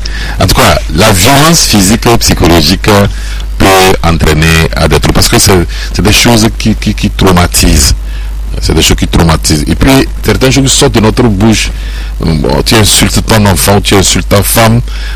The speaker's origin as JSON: {"language": "French", "town": "Mango", "region": "Savanes", "country": "Togo", "tie": "born or raised there", "said": "je suis de la région, hein. Moi, je suis né à Mango, j'ai grandi à Mango"}